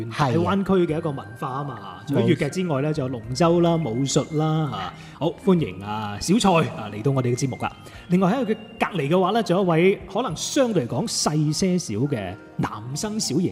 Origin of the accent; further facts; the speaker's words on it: Maoming, Guangdong, China; 我都系茂名人。